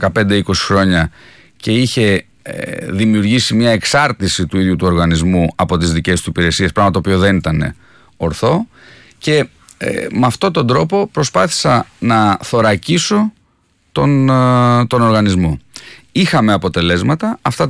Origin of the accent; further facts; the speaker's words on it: Western Greece, Greece; την ιδιαίτερη πατρίδα μου, την εκλογική μου περιφέρεια, την Τολοκαρνανία